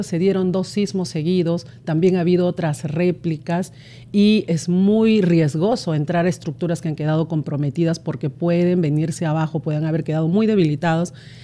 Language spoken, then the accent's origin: Spanish; Peru